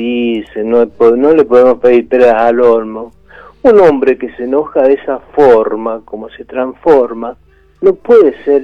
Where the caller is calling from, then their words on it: Buenos Aires, Argentina; hablo de Once.